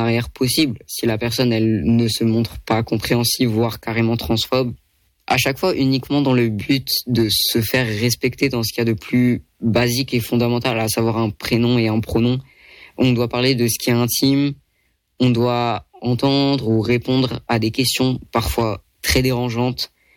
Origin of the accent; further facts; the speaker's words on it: France; born there; c'est facilité par le fait que je suis français, je suis né en France.